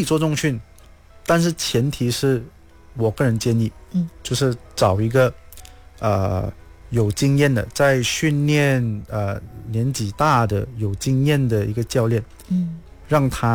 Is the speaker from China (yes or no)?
no; Malaysia; 当然另外一点就是我们马来西亚人很多都是吃饭的嘛